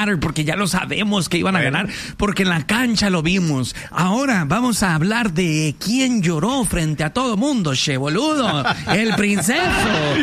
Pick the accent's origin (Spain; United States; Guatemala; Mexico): Spain; Porque somos españoles.